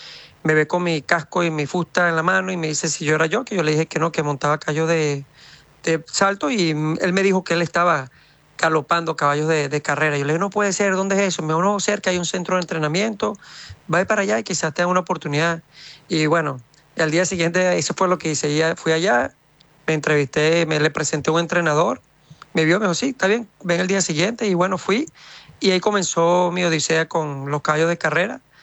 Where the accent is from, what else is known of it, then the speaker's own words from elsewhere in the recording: Venezuela; moved away; mi carrera comenzó en mi tierra natal, Venezuela, cuando yo era muy joven. Yo tenía aproximadamente 13 años de edad